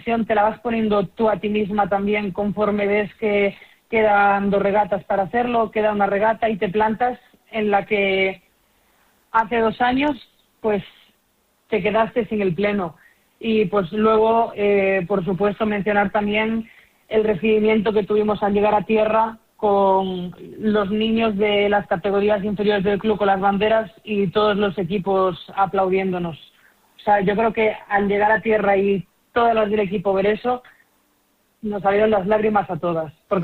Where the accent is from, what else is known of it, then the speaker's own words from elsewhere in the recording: Cangas, Galicia, Spain; moved away; me incorporo pues al club de mi pueblo y donde empecé y pues voy a empezar la labor de preparadora física y de entrenadora en el club de remo de Cangas.